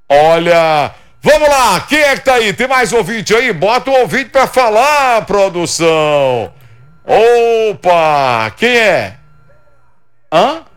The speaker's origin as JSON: {"language": "Portuguese", "region": "Maranhão", "country": "Brazil", "said": "Eu sou maranhense"}